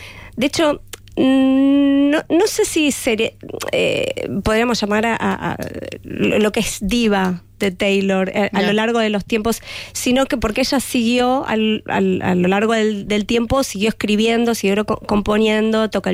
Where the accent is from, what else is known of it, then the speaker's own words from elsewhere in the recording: Buenos Aires, Argentina; moved away as an adult; now in Mallorca, Spain; Soy porteña, ajá, pero ya hace 20 años que estoy aquí